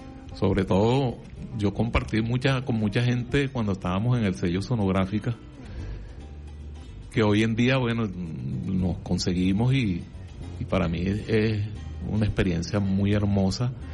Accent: Cata, Aragua, Venezuela; en mi pueblo, en Cata, la emisora que más escuchaba era Radio Rumbo.

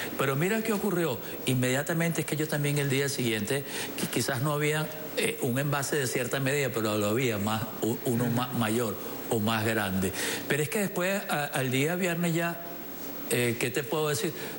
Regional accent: Venezuela; lo grande que somos los venezolanos y el apoyo que nos damos a nosotros mismos

